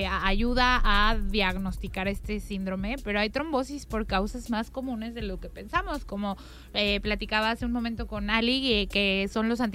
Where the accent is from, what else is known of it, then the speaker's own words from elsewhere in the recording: Mexico City, Mexico; Sí, sí, sí. Yo soy de Ciudad de México, entonces yo me formé allá.